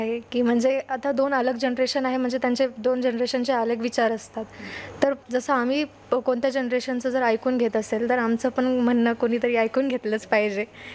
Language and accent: Marathi; Phulwal, Maharashtra, India; मी फुलवळची आहे आणि मी आज बी फार्मसी तृतीय वर्षातील विद्यार्थिनी आहे.